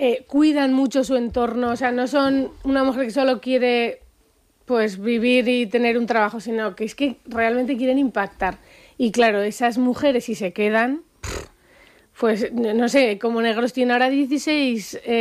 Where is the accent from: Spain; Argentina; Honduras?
Spain; Leciñena, Aragon; born or raised there